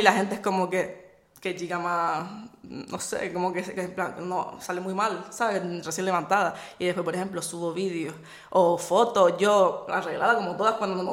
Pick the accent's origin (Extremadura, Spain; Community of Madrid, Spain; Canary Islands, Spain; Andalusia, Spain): Canary Islands, Spain; accent: Canarian; encima tengo el acento bastante a veces marcado, canario, canarión, como me dice la canariona.